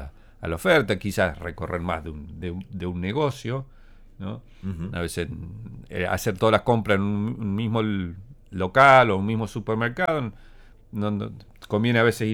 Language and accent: Spanish; Argentina